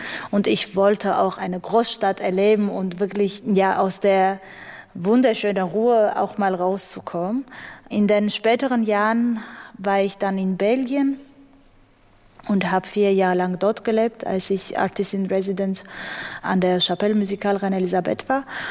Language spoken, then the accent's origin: German; Armenia; now in Rostock, Germany; Ich vermisse Armenien als mein Heimatland schon, aber eben für andere Sachen, eben für das Essen, für die Menschen und für meine Familie, die dort noch lebt. Aber Rostock ist meine zweite Heimat geworden, tatsächlich.